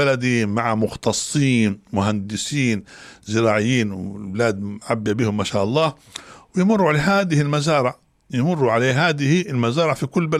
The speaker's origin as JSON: {"language": "Arabic", "country": "Libya", "said": "وحن كنا كليبيين"}